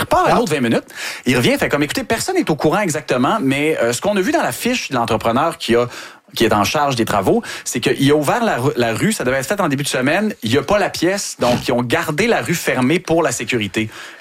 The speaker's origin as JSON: {"language": "French", "town": "La Baie", "region": "Quebec", "country": "Canada", "said": "Effectivement, je viens de Ville de la Baie. Ville de la Baie, à part l'eau, j'ai l'impression que ça va très, très bien."}